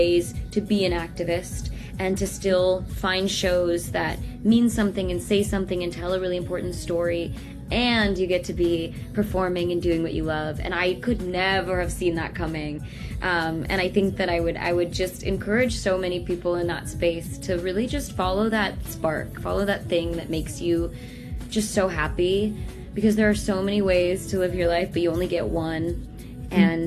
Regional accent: Minneapolis, Minnesota, United States; I knew that I grew up in Minnesota, and so being in high school in 2020 in Minneapolis, I was always involved in protest, in sit-ins

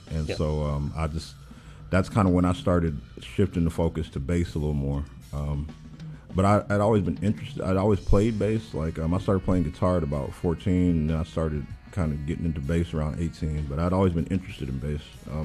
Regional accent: Memphis, Tennessee, United States; I grew up playing music around Memphis.

